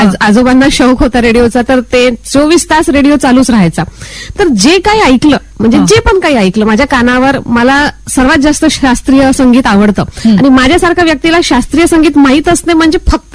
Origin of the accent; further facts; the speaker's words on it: Wardha, Maharashtra, India; moved away; मी पुलगाव, वर्धेनंतर जे पुलगाव आहे तिथे विटाळा म्हणून ते आमचं गाव आहे. सो माझं बालपण तिथे गेलं आणि 12वीपर्यंत तिथेच शिक्षण झालं. माझ्या घरी 2-3 एकर शेती आहे